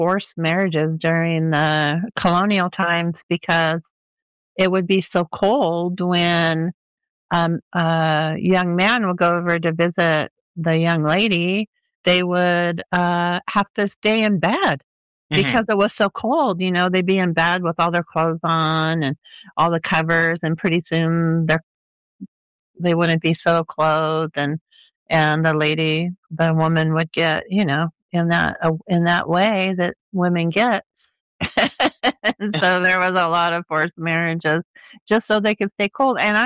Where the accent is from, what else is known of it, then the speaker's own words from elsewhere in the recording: Los Angeles, California, United States; I was born where if it got below 65, we put on a jacket. Mm-hmm. So I grew up in Los Angeles where we didn't really have extremes of temperatures that much.